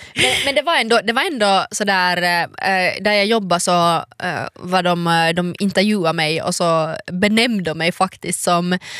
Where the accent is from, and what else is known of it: Finland